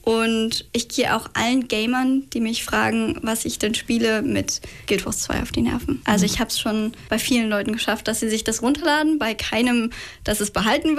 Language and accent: German; Lauchhammer, Brandenburg, Germany; born there; also born or lived in Senftenberg / Hamm / Thuringia; Also zugezogen bin ich aus Senftenberg, aber ich habe nicht immer in Senftenberg gelebt. Geboren wurde ich in Lauchhammer, aber ich habe auch schon im Westen Deutschlands gelebt, in Hamm und auch schon in Thüringen.